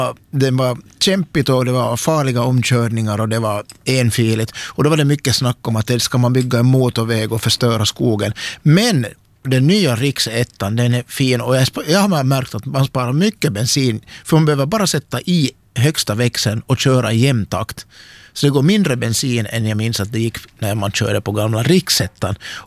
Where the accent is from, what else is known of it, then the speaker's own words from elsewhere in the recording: Ostrobothnia, Finland; moved away; jag är ju hemma från Österbotten.